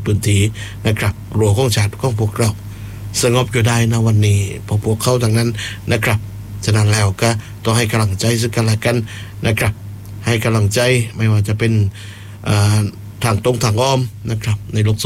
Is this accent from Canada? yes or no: no; Phuket, Thailand; ไปภูเก็ตบ้านเรา